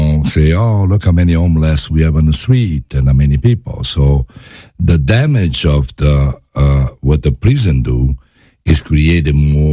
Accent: Naples, Campania, Italy; English is a second language; moved away; Yeah, I'm from Naples.

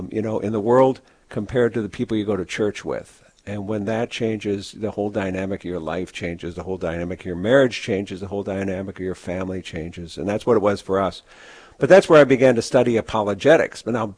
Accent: St. Paul, Minnesota, United States; I was born and raised in St. Paul. I was the youngest of five, and my parents sacrificed a lot to send me to Catholic school, Catholic grade school, and Catholic high school. I went to St. Agnes High School in St. Paul.

